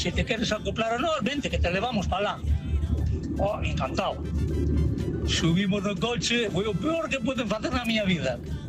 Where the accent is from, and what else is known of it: Redondela, Galicia, Spain